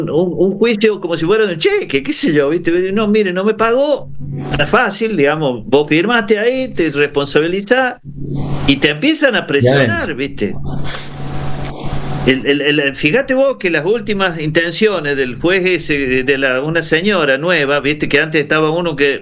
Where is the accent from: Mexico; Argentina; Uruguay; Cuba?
Argentina; soy un ciudadano argentino